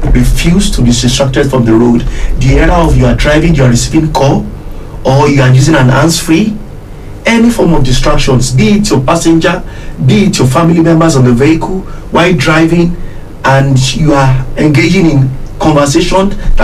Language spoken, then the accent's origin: English; Nigeria; As a Nigerian driver, before you embark on any journey, like I said earlier, ensure that your first vehicle parade is intact.